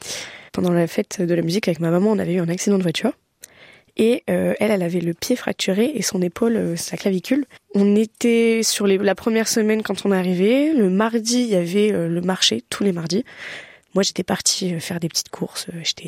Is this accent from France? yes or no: yes; France; je débarque, je suis française, d'origine portugaise, bon ok.